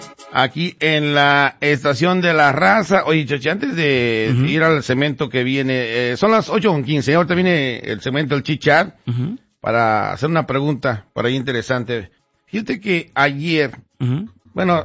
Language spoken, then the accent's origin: Spanish; Mexico; nosotros como mexicanos